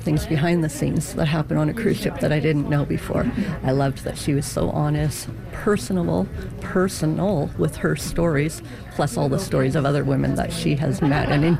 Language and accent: English; Newfoundland and Labrador, Canada; moved away as an adult; now in Ontario, Canada; I am originally from Newfoundland, but I've been living in Ontario most of my adult life.